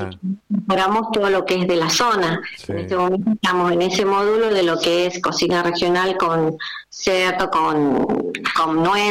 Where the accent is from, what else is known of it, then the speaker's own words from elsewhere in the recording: Fernández Oro, Río Negro, Argentina; Somos 12 personas, 11 personas de Allen, son de Allen y Fernández Oro. Bien. Somos tres de Fernández Oro, de … …, …